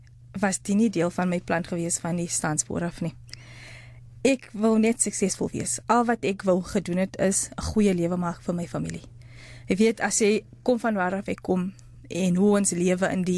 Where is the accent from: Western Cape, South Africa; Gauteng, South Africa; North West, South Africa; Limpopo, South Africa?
Gauteng, South Africa; Johannesburg; ek kom van Nucle, Westbury af, net hier om die draai van die SAIK af.